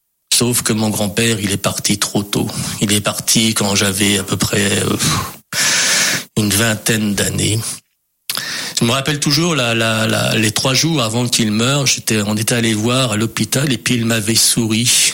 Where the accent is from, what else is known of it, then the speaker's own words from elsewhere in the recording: France; born there; je suis né en France